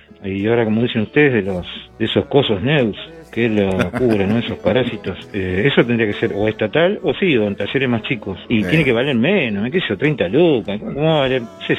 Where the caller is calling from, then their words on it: La Plata, Buenos Aires Province, Argentina; de La Plata.